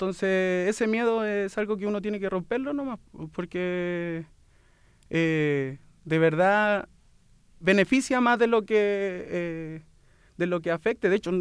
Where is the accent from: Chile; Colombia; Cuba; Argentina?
Chile; somos así los chilenos